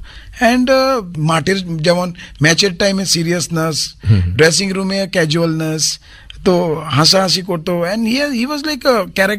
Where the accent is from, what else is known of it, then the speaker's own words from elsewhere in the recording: Goa, India; moved away as an adult; now in Kolkata, India; আমি একজন গোয়ানিজ ছেলে কলকাতায় এসে